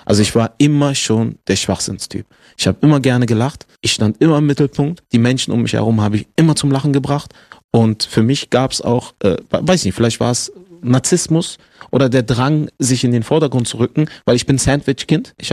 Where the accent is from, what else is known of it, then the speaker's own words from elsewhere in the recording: Germany; Deswegen haben wir zu Hause halt immer Türkisch gesprochen und draußen halt immer Deutsch.